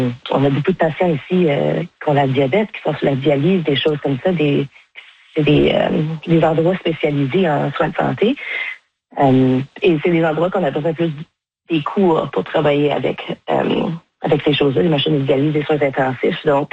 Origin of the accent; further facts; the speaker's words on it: Manitoba, Canada; accent: Manitoba French; Mais je trouve que mon accent est proche assez bien du Manitoba.